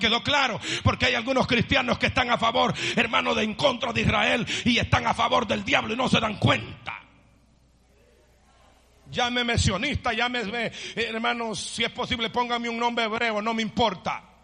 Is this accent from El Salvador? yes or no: yes; El Salvador; born there; Yo dejo claro que nací en El Salvador, pero soy de corazón israelita.